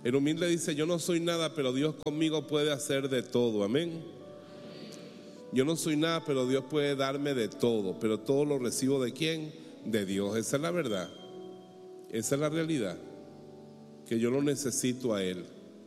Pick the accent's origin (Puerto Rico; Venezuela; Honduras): Venezuela; es el pan de yuca que comemos los venezolanos.